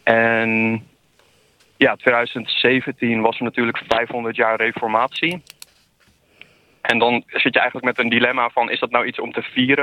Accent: Wierden, Overijssel, Netherlands; born or raised there; also born or lived in Almelo

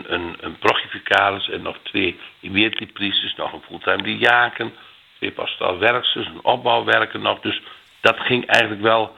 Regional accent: Gaanderen, Gelderland, Netherlands; now in Groningen, Netherlands; geboren en getogen in de Gelderse Achterhoek in Gaanderen bij Doetinchem. Jongste in ons gezin. Ik heb nog drie broers.

